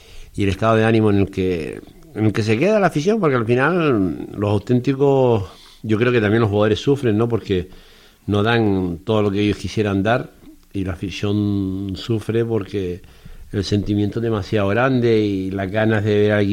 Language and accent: Spanish; Las Palmas de Gran Canaria, Canary Islands, Spain